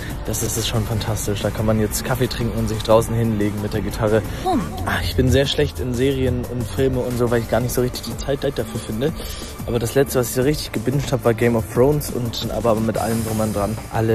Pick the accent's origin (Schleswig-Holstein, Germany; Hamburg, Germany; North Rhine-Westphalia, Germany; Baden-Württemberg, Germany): Hamburg, Germany; ich komme aus Hamburg.